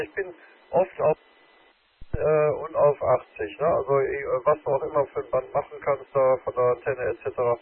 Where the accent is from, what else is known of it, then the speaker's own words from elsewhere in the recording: Wuppertal, North Rhine-Westphalia, Germany; now in Remscheid, Germany; weil ich da praktisch ursprünglich in Wuppertal aufgewachsen und in Romeo 16 Wuppertaler OV. Jetzt bin ich inzwischen natürlich schon ewig hier in Remscheid